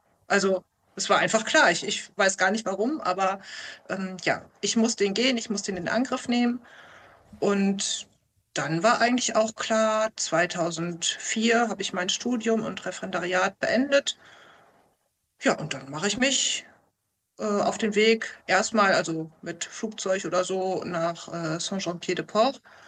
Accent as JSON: {"language": "German", "region": "North Rhine-Westphalia", "country": "Germany", "tie": "born or raised there", "said": "also direkt im Sauerland von hier aus gesehen, von Paderborn aus gesehen, war mein Elternhaus. Also ich komme ursprünglich aus dem"}